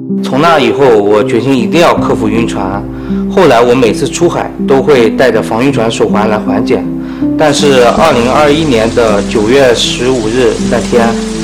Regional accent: Shanxi, China; moved away; 我是山西人，我家乡都是那种连绵不绝的群山。

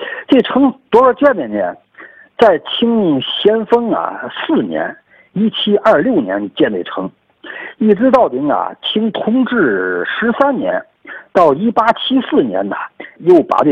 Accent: Jinnan District, Tianjin, China; born there; 咱们天津市京南区啊，你从咸水沽吧往东边走18里地就是葛沽镇，葛沽镇呢再往东8里地有个村啊叫西关村，这西关村呢它是我的老家

